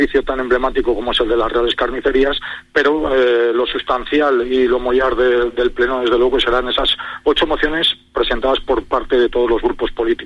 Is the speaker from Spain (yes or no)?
yes; Spain; como españoles que somos.